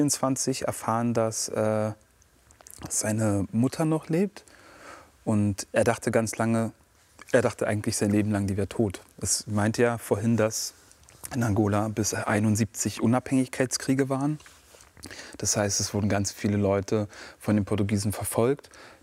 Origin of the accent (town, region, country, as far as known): Brandenburg, Germany